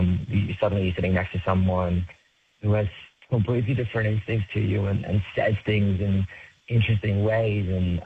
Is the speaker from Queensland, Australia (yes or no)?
yes; Brisbane, Queensland, Australia; also born or lived in South Africa; Originally, I'm actually South African, but I moved out here when I was like 7. So I grew up in Brisbane.